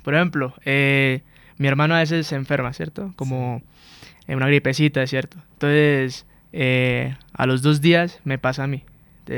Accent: Buenaventura, Valle del Cauca, Colombia; also born or lived in Cali; Prácticamente, nosotros nacimos en Cali, pero hemos vivido toda nuestra vida en Buenaventura, desde muy chiquitos, desde menos del año hemos estado en Buenaventura, y llevamos el nombre de nuestra ciudad prácticamente con nosotros, para todo el mundo.

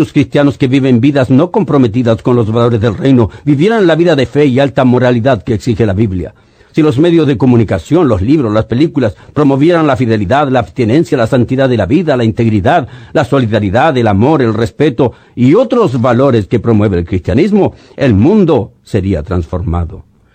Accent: Chile; como ocurre en mi país, en Chile

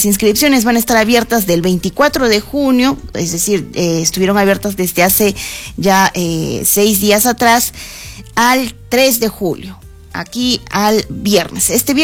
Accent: Arequipa, Peru; para sentirnos orgullosos como arequipeños

